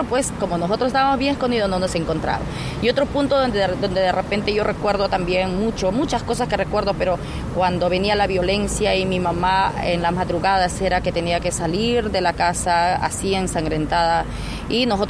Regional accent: Tamshiyacu, Loreto, Peru; moved away; Yo soy en sí de la selva, del oriente. Vengo de un pueblito llamado Tamixiaco. Entonces, yo nací ahí.

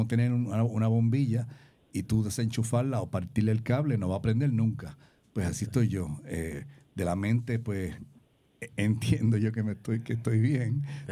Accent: Puerto Rico; Y yo vivo en Puerto Rico, soy ahora el único puertorriqueño que vive en Puerto Rico, que participa de este deporte en Estados Unidos, y el más viejo también que está jugando.

